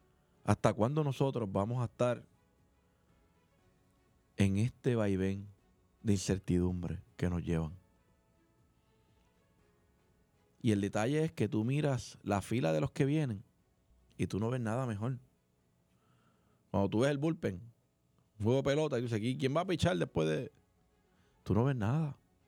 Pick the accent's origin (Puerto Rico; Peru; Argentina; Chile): Puerto Rico; nosotros como puertorriqueños seguimos enfrentando día a día.